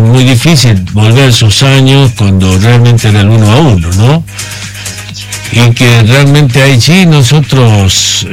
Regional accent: Argentina

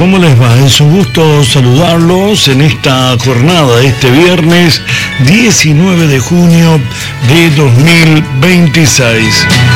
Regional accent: Argentina

